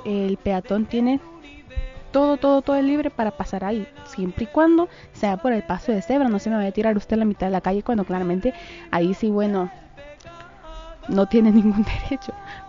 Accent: El Salvador; todos acá como buenos salvadoreños, buenos latinoamericanos

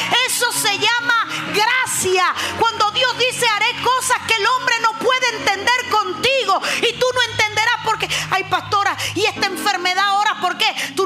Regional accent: Cuba; somos cubanos, hablamos un idioma raro.

